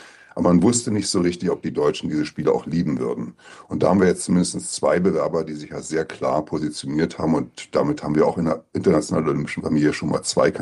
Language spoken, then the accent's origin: German; Berlin, Germany; natürlich hätte ich als Berliner am liebsten das in Berlin